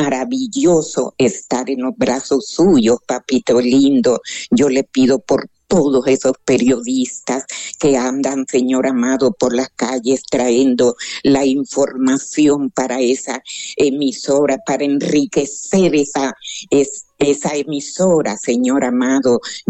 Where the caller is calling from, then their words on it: Honduras; Mire, yo lo llamo de aquí, de la San Ángel.